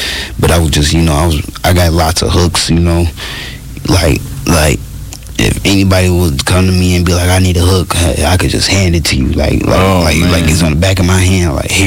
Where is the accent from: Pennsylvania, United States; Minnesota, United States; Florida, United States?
Minnesota, United States; Saint Paul; now in Minneapolis, United States; I had moved to Minneapolis, and, you know, it was a different environment. So, like I said, I'm from St. Paul